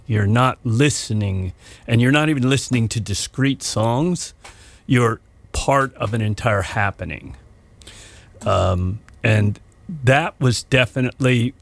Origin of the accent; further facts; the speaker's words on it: Palo Alto, California, United States; But I grew up in Palo Alto